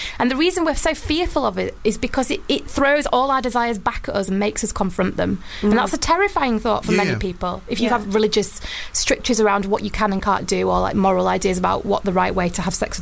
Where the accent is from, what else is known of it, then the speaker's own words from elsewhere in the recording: Wakefield, Yorkshire and the Humber, United Kingdom; I'm from Wakefield. Okay. Yeah, Wakey. My accent's changed a little bit.